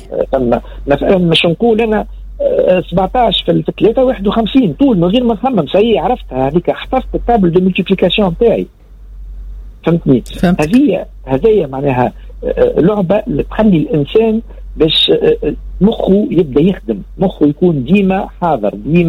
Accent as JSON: {"language": "Arabic", "town": "Tunis", "region": "Tunis Governorate", "country": "Tunisia", "said": "عندنا في تونس العاصمة."}